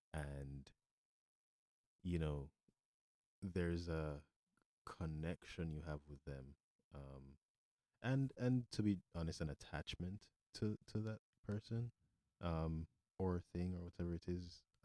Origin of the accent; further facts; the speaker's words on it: Jamaica; Obviously, I grew up in Jamaica